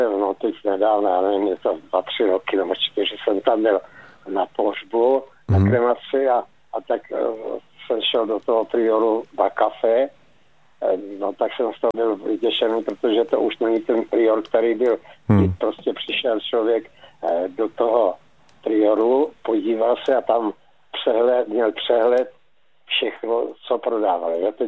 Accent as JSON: {"language": "Czech", "region": "South Moravian Region", "country": "Czechia", "said": "Protože pocházím tady z Moravy a ne teda z Hodonína, ale od Hodonína a v té době ze zemědělské rodiny"}